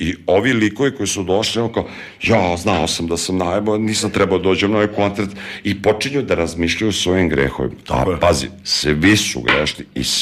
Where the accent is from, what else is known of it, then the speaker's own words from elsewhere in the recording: Serbia; Ne, mi smo iz Srbije, mi ubijemo ljude, panduri kod nas ubijaju ljude, to je kod nas normalno